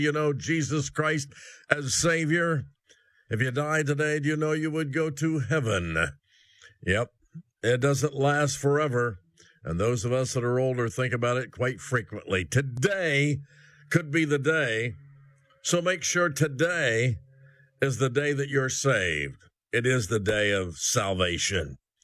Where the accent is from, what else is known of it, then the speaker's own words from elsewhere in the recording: Roanoke, Indiana, United States; I grew up in Roanoke, Indiana.